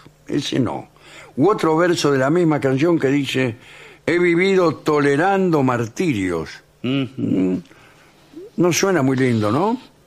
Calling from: Mendoza, Argentina; Hola, vengadores. … de Mendoza.

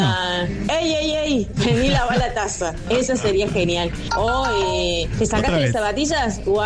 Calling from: Córdoba, Argentina; les hablo desde Córdoba.

